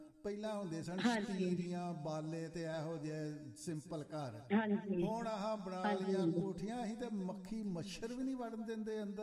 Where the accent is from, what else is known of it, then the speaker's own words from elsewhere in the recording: Punjab, India; ਸਾਡਾ ਜਿਹੜਾ ਪਿੰਡ ਹੈ ਨਾ, ਸਾਡਾ ਪਿੰਡ ਹੈ ਬਟਾਲੇ ਦੇ ਲਾਗੇ, ਕਾਨੂੰ ਆਉਣ ਵਾਲੀ ਸੜਕ, ਉੱਥੇ ਟਿੱਬੇ ਹੁੰਦੇ ਸਨ ਤੇ ਮਲੇ